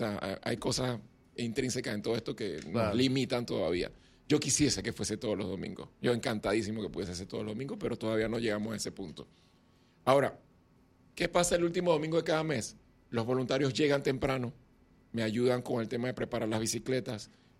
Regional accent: Panama; ahora nos toca una tarea como panameños.

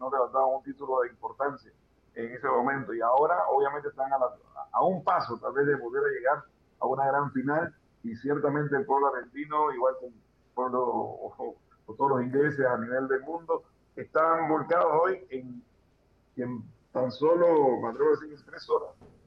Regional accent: Panama

